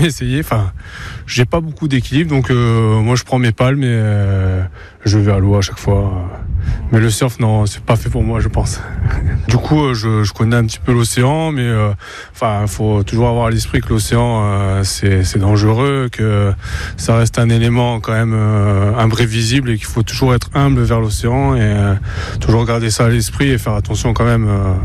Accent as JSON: {"language": "French", "region": "Nouvelle-Aquitaine", "country": "France", "said": "De Bruges, à côté de Bordeaux."}